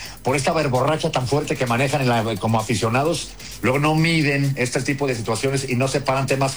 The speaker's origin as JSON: {"language": "Spanish", "country": "Mexico"}